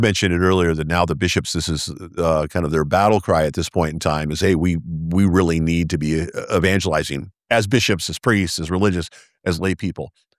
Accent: United States; As an American, that's the ideal candidate.

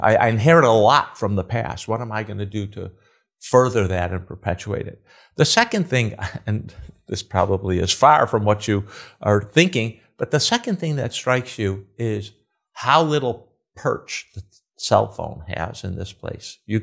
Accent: Chicago, Illinois, United States; when I was growing up in Chicago

